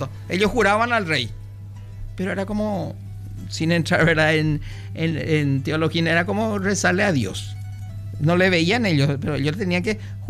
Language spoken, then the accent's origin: Spanish; Paraguay; Pero seguimos siendo paraguayos.